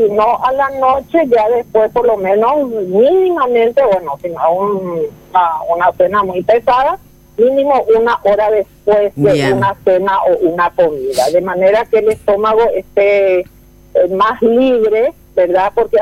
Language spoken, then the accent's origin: Spanish; Paraguay; como paraguayos, ya cuando hablamos de paraguayos, ya hablamos de un mestizaje